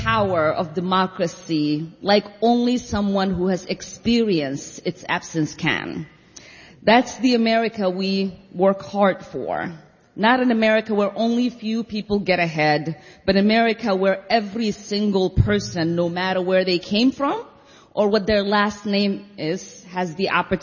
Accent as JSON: {"language": "English", "region": "Minnesota", "country": "United States", "said": "As a Minnesotan, I know something about the spirit of the Midwest."}